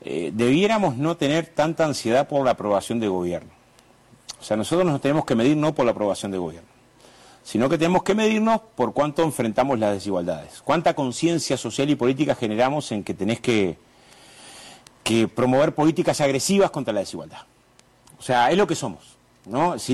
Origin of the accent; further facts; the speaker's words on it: Uruguay; Yo soy de Villa Felicidad